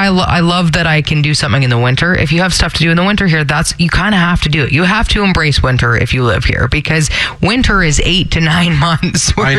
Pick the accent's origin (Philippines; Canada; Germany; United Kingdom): Canada; Ontario; Growing up in Ontario, the summers were always very long and very humid.